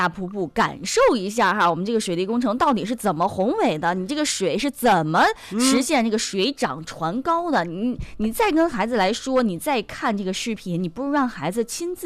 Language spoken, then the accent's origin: Chinese; China; 我们中国人